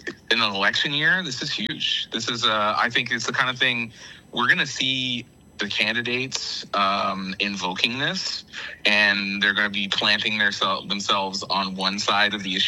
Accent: Edmonton, Alberta, Canada; also born or lived in Toronto / Montreal; now in Hamilton, Canada; I've lived all over Canada. I grew up in Edmonton. I lived in Toronto for 7 years. I lived in Montreal.

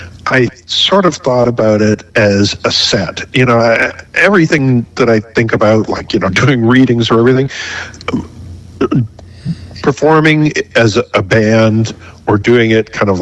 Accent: Toronto, Ontario, Canada

